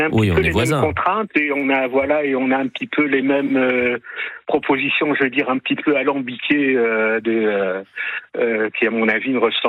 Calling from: Mons, Wallonia, Belgium; j'appelle de Mons, donc c'est à peine à 15 km de la frontière, c'est pas très loin de Maubeuge en fait.

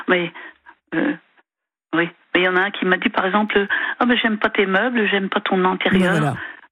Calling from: Bourges, Centre-Val de Loire, France; J'habite à Bourges.

